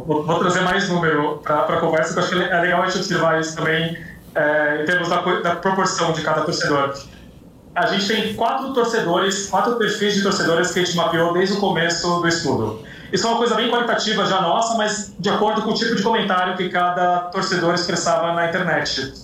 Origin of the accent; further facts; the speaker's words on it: Brazil; eu, como brasileiro fã de futebol